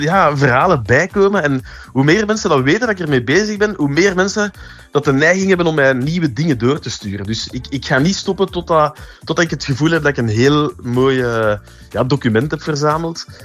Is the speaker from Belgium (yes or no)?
yes; Sint-Genesius-Rode, Flanders, Belgium; now in Affligem, Belgium; Ah, wel, ik ben eigenlijk oorspronkelijk van Sint-Genestius-Rode, hè, dus de Zennevallei.